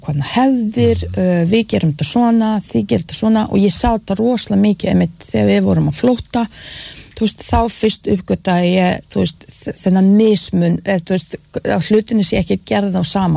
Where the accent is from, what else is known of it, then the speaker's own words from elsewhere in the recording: Bosnia & Herzegovina; Icelandic is a second language; now in Iceland; Já, að allir múslimar bosníu múslimar í þessum bæ í mínum heimabæ voru já, voru hvað maður segir já, ekki æskileg þjóð